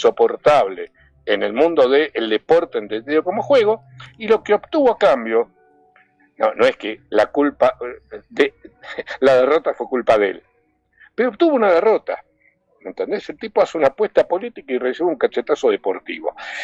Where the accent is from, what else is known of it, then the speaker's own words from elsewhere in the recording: Argentina; los argentinos, hasta donde sé, somos argentinos y argentinas